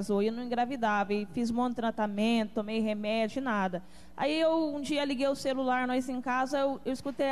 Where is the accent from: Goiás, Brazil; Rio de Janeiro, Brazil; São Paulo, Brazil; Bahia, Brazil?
São Paulo, Brazil; Então, eu vim do estado de São Paulo e 2 anos morando na Piracema.